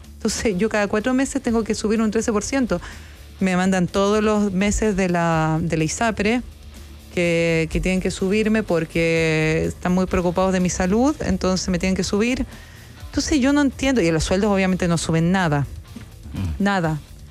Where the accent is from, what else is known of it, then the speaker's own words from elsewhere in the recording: Chile; puede ser que yo ahí lo veo como chilena